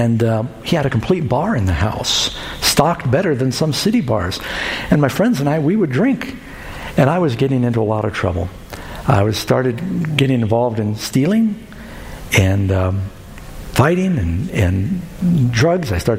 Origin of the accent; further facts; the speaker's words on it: New York City, New York, United States; also born or lived in Southern California; Now, I grew up mostly in New York City. I'm born in Southern California. Mom moved to New York City after she divorced Dad.